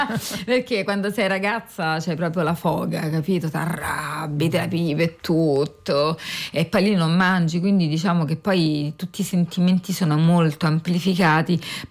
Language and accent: Italian; Rome, Lazio, Italy; Ma quale periferia? Noi siamo del Roma Nord.